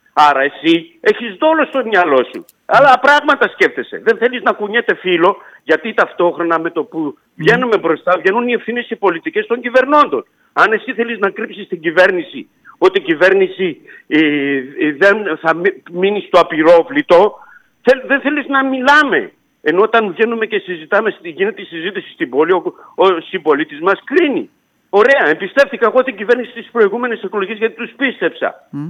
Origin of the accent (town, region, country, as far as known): Patras, Western Greece, Greece